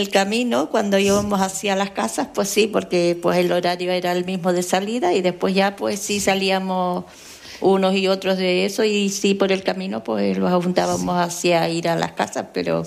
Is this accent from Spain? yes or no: yes; Los Jarales, Canary Islands, Spain; Yo soy de Los Jarales, aunque es municipio de Valverde.